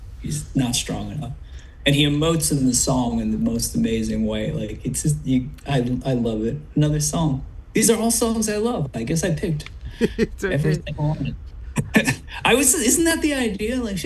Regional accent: Huntington, New York, United States; Dave and Dan and I grew up in Huntington, Long Island.

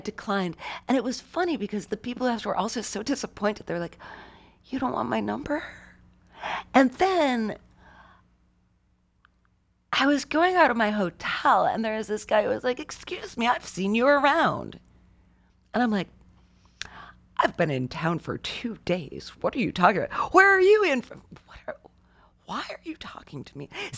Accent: New York, United States; Because I'm from New York.

